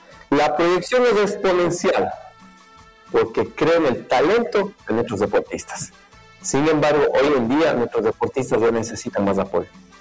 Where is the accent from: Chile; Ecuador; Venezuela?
Ecuador; sí tenemos el talento como ecuatorianos